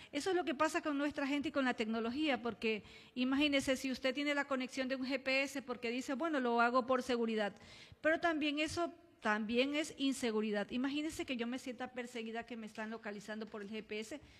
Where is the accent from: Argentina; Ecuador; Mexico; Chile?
Ecuador; Santa Ana, Manabí; mi querida tierra bellísima que estuvo de fiesta, Santa Ana, porque yo soy de allá